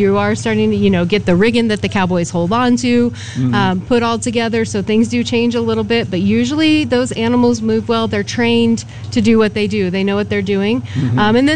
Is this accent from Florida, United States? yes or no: no; New Mexico, United States; also born or lived in Texas; now in Cheyenne, United States; I'm originally from New Mexico and Texas. My parents have a ranch in New Mexico, nice. But I've been in Cheyenne for almost 20 years and in Wyoming for over 20 years.